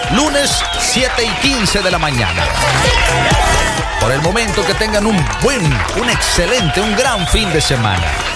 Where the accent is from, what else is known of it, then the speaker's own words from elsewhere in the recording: Veracruz, Mexico; soy de oro, soy jarocho.